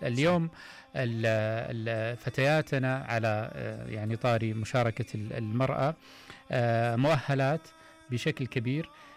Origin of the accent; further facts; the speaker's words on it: Saudi Arabia; ودائما أقول إنه خدمة الحجيج بالنسبة لنا كسعوديين أصبحت في DNA، أصبحت من جيناتنا.